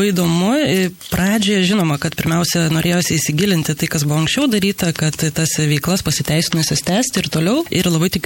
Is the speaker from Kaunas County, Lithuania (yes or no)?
yes; Jonava, Kaunas County, Lithuania; also born or lived in Vilnius; now in Anyksciai, Lithuania; Tai aš pati šiaip gimiau ir augau Jonavoje. Baigusi mokyklą buvau išsikėlusi gyventi į Vilnių, kur praleido tikrai nemažai metų.